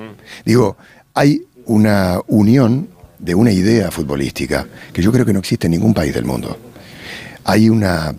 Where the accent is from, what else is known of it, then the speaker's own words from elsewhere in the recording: Argentina; moved away as an adult; now in Spain; Yo soy argentino y obviamente me mueve Argentina desde la pasión.